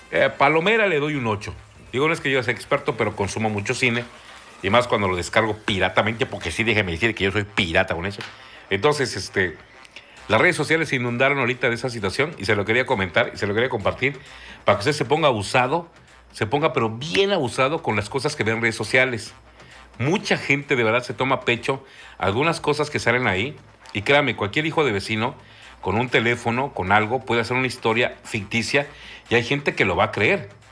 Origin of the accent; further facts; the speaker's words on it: Campeche, Mexico; Nosotros aquí en Campeche o en la región del sureste sabemos prepararnos ante un huracán.